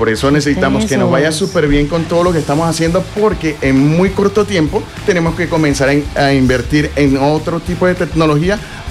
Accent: Valledupar, Cesar, Colombia; now in Medellín, Colombia; yo no soy de acá de Medellín, yo soy de la capital mundial del vallenato

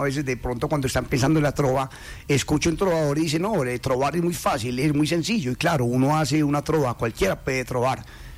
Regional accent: El Carmen de Viboral, Antioquia, Colombia; born or raised there; moved away as an adult; also born or lived in Medellín; now in Guarne, Colombia

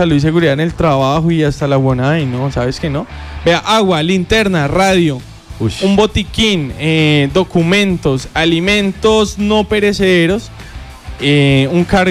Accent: Colombia; como colombianos, tenemos que ayudar a los demás colombianos

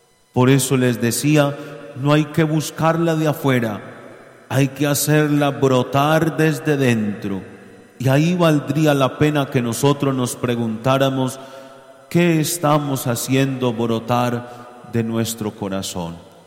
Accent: Colombia; now in Angostura, Colombia; somos hermanos, que somos colombianos

